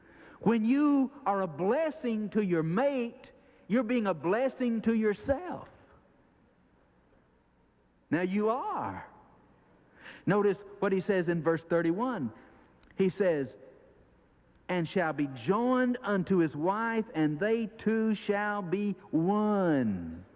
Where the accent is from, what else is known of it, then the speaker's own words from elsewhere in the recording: Jacksonville, Florida, United States; I grew up out here in Riverside, here in Jacksonville